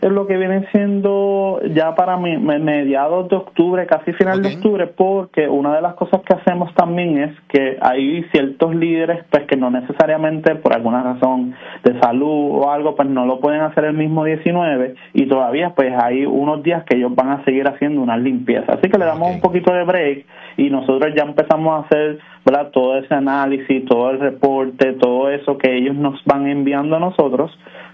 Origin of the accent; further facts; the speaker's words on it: Mayagüez, Puerto Rico; Yo soy de Mayagüez.